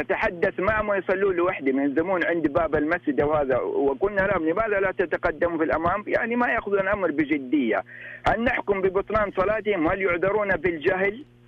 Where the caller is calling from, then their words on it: Mecca, Makkah Province, Saudi Arabia; نحن في مكة المكرمة